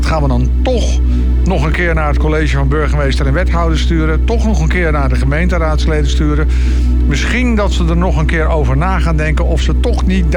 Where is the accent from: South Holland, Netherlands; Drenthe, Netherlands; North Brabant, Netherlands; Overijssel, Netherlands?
South Holland, Netherlands; Hillegom; born there; Het is wel mijn geboortegrond, zal ik maar zeggen.